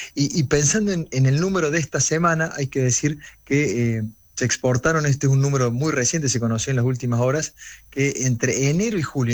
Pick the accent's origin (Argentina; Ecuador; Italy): Argentina